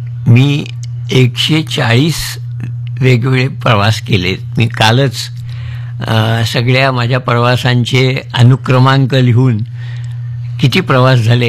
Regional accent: Pune, Maharashtra, India; born there; also born or lived in Belgaum; हा माझा जन्म तसा पुण्यातला, 39 साली मी पुण्यात जन्मलो, बघ, 5-6 वर्षाचा असताना वडिलांना बेळगावला, त्यावेळेला मुंबई इलाखा होता

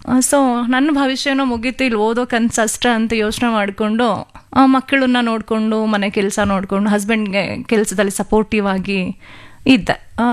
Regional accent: Bengaluru, Karnataka, India; born or raised there

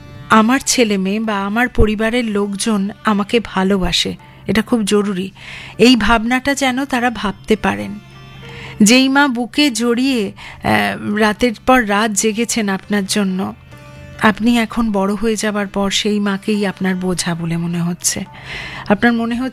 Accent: India; কারণ আমরা ভারতীয়

